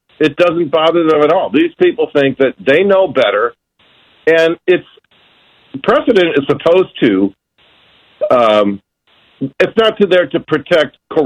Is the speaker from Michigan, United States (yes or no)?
yes; Michigan, United States; I'm formerly from Michigan, and I would say you got a MAGA Democrat from Michigan there.